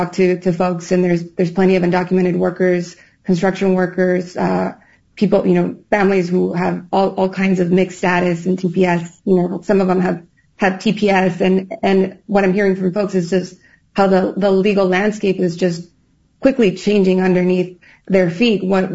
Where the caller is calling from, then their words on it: Houston, Texas, United States; I'm speaking here from Houston, where we just had a fatal ICE shooting of Lorenzo Salgado Araujo